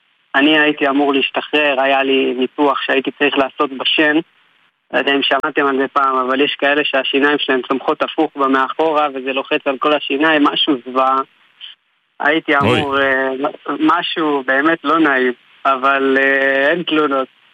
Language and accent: Hebrew; Kfar Saba, Central District, Israel; החלטנו שאנחנו משנים פה קצת את האווירה והולכים עולים על כפר סבא, כן, אנחנו מפה.